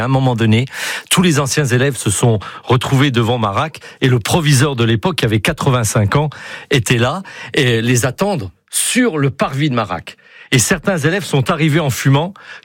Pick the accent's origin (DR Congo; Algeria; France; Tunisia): France; Charleville-Mézières, Grand Est; also born or lived in Martinique; now in Basque Country, France; je suis originaire des Ardennes, de Charleville-Mézières, j'ai vécu en Martinique, et puis voilà, je viens au Pays Basque